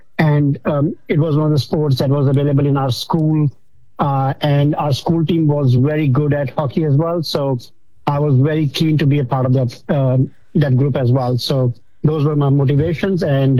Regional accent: New Delhi, Delhi, India; moved away as an adult; also born or lived in New York, United States; now in Melbourne, Australia; I represented my state back in India, which was Delhi. I was from New Delhi.

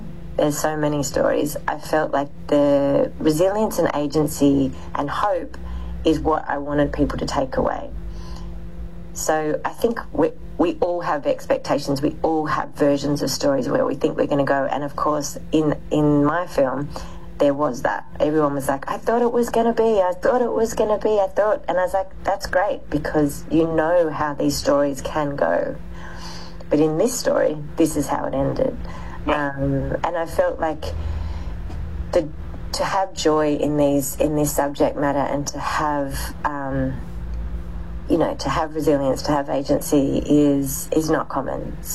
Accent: Australia; being an Australian woman and working in the film industry

